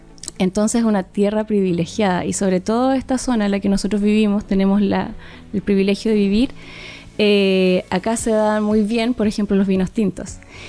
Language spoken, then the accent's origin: Spanish; Chile